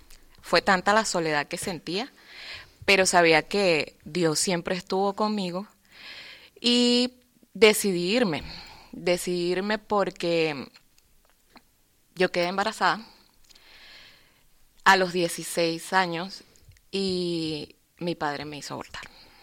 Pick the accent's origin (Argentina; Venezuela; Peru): Venezuela; moved away as an adult; now in Spain; vengo de Venezuela. Desde el 2019 estoy aquí en España.